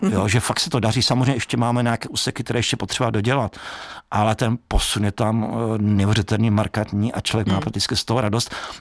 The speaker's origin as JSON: {"language": "Czech", "town": "Olomouc", "region": "Olomouc Region", "country": "Czechia", "said": "Tak jako jsem z Olomouce, takže nejvíc mě pálí to, že není, a já bydlím v Chomoutově"}